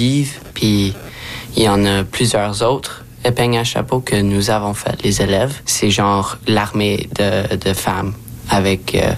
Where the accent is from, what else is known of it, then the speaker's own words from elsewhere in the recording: Ontario, Canada; parle toujours à la maison en français. Mon père, quand je dis un mot en anglais, il me corrige. C'est comme ça que je me reconnais comme franco-ontarien avec la famille.